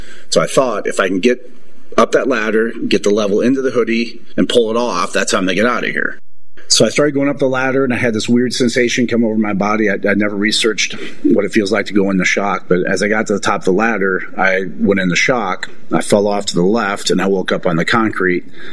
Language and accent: English; Iowa, United States; I grew up in Northeast Iowa, where wrestling is a religion.